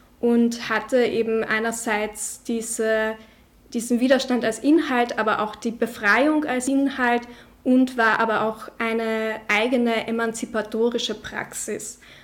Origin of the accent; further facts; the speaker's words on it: Carinthia, Austria; Ich bin Kärntner Slowenin